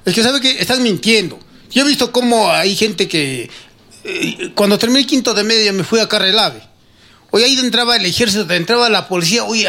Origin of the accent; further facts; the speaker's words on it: Arequipa, Peru; born there; yo soy provinciano. Yo soy nacido aquí en Arequipa, señor.